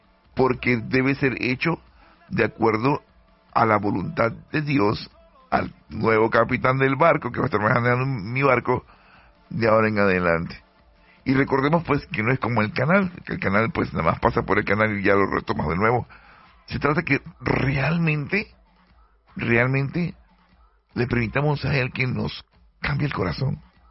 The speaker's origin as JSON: {"language": "Spanish", "country": "Panama", "said": "recordarán que yo soy de Panamá."}